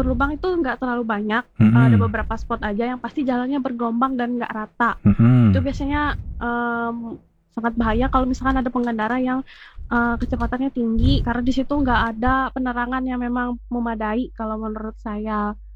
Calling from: Palangkaraya, Central Kalimantan, Indonesia; kebetulan saya warga Palangkaraya.

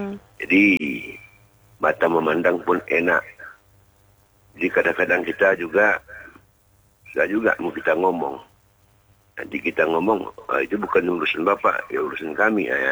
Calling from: Malay, Indonesia; Kita kan Melayu ini kan.

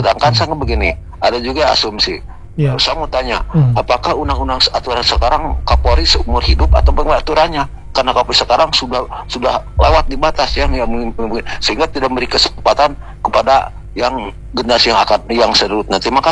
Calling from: Bandung, West Java, Indonesia; Saya dari Jawa Barat nih ya. Begini dari Bandung Timur.

